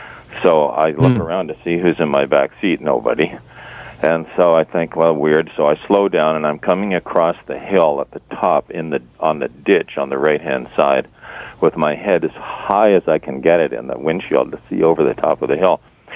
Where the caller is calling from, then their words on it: Toronto, Ontario, Canada